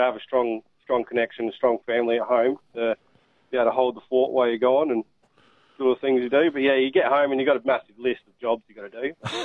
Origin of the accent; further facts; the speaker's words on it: Victor Harbor, South Australia, Australia; Yeah, yeah, I'm down at Victor Harbour, down God country. Love it down there.